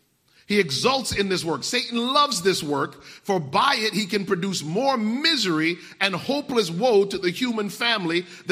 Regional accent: Connecticut, United States; moved away; I grew up in Connecticut, and I went back up there to practice

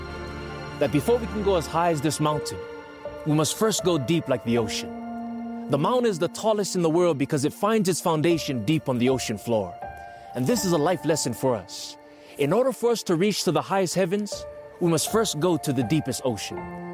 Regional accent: Oahu, Hawaii, United States; I'm Hawaiian by heart. My grandmother was born on Maui, daughter of a plantation worker. I was born and raised in Wailua and Nanakuli on Oahu. This is the only home I know, and I'm blessed to be Keiki Oka'aina, a child of this land.

